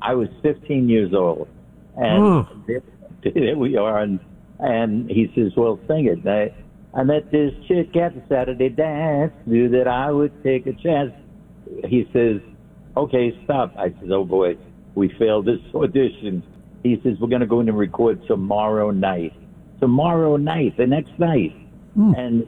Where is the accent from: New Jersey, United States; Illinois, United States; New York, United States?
New York, United States; New York City; First of all, you know I grew up in Brooklyn.